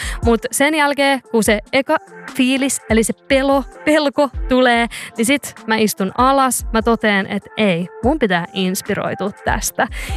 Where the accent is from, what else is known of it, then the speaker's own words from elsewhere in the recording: Turku, Southwest Finland, Finland; minä turkulaisena